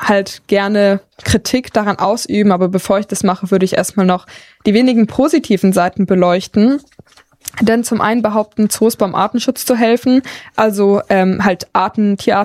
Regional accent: Baden-Württemberg, Germany; Ich bin nämlich tatsächlich in der Nähe von Stuttgart auch aufgewachsen.

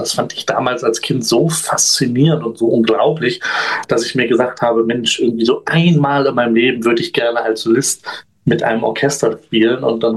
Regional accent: Göttingen, Lower Saxony, Germany; ich bin in Göttingen geboren und aufgewachsen, eine relativ überschaubare Stadt im Süden Niedersachsens gelegen.

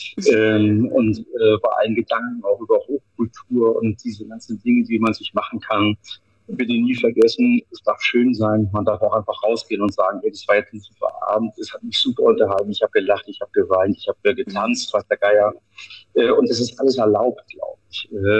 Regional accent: Northern Germany, Germany; moved away; weil wenn man als Norddeutscher nach Bayern kommt, dann sagen sie nicht alle, ach super, endlich mal ein Norddeutscher hier.

